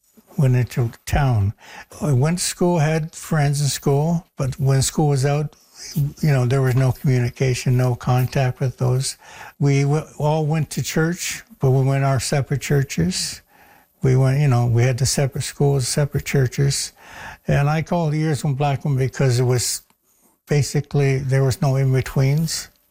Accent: Harrow, Ontario, Canada; I grew up in Harrow.

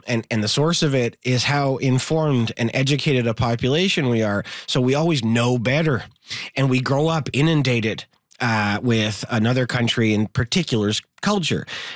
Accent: Montreal, Quebec, Canada; I have lived here my mm-hmm. entire life. I grew up Anglo boy in Montreal in the 90s.

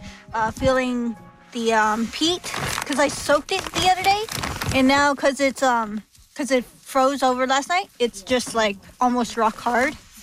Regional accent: Yellowknife, Northwest Territories, Canada; I'm from Yellowknife. On my mother's side, they're from Ray Bechico.

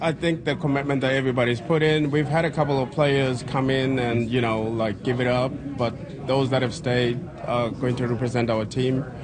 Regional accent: Zimbabwe; moved away; also born or lived in United Kingdom / Newfoundland; So I'm originally from Zimbabwe. I played in Zimbabwe, and my family moved to the UK, and I played there up to National 3. And then we moved to Newfoundland

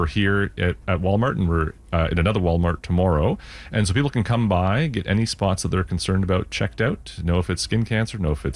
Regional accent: Ottawa, Ontario, Canada; I'm a dermatologist from Ottawa, actually.

